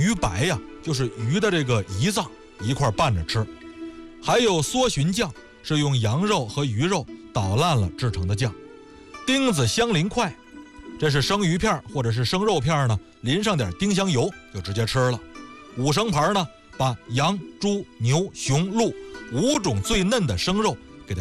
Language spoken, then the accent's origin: Chinese; Tangshan, Hebei, China; moved away; 我们老家唐山